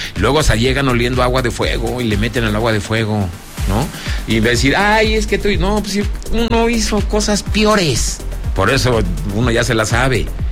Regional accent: Zacatecas, Mexico; aquí de mi tierra, Zacatecas

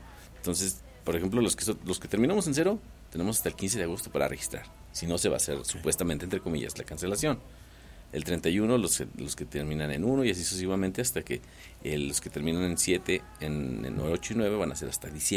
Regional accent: Mexico

